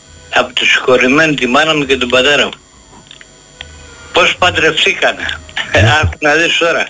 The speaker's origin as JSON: {"language": "Greek", "region": "Thessaly", "country": "Greece", "tie": "born there", "also_born_or_lived": "Nea Filadelfeia", "moved": "yes", "said": "Εγώ είμαι από τη Λίμνη Πλαστήρα πάνω από Καρδίτσα."}